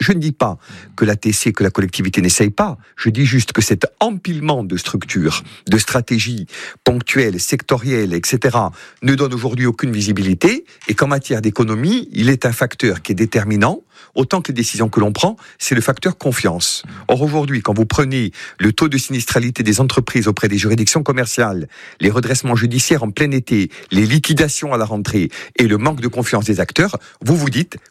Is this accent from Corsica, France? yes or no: yes; Corsica, France; et tout simplement en tant que Corse